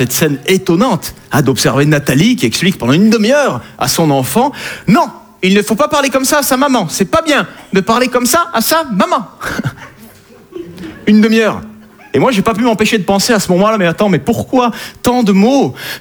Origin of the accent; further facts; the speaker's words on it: Southern France, France; Hein, je viens du sud de la France.